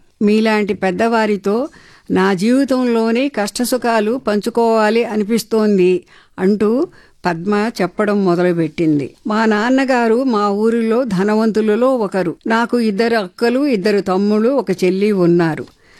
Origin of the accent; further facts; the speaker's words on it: Andhra Pradesh, India; మాది కృష్ణా జిల్లాలోని ఒక పల్లెటూరు. మా నాన్నకు 7 మంది సంతానం, 3 ఆడపిల్లలు, 4 మగపిల్లలు.